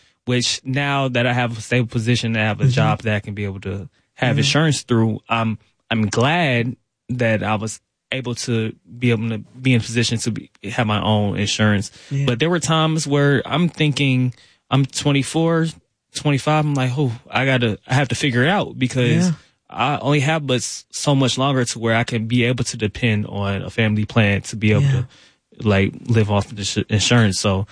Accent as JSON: {"language": "English", "town": "South Fulton", "region": "Georgia", "country": "United States", "tie": "born or raised there", "said": "I grew up in South Fulton."}